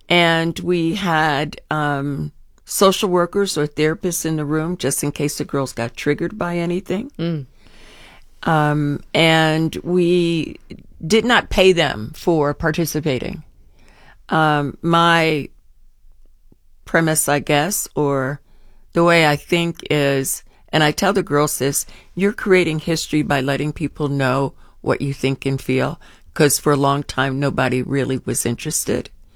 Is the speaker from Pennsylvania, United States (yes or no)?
yes; Philadelphia, Pennsylvania, United States; now in Columbus, United States; when I was in Philadelphia, when I grew up in Philadelphia.